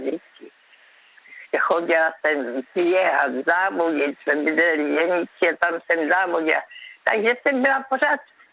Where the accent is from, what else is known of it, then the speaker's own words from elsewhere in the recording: Brno, South Moravian Region, Czechia; Víte, kde jsem vyrostla v Kamence? To je tam je kopec v Brně.